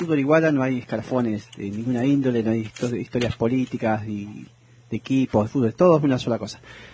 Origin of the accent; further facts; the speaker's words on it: Argentina; Sí, está en el ADN argentino el fútbol, no hay con qué darle